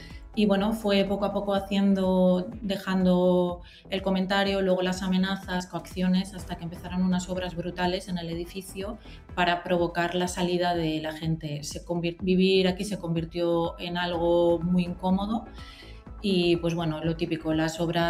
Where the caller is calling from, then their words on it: Madrid, Community of Madrid, Spain; yo vivo en Tribulete 7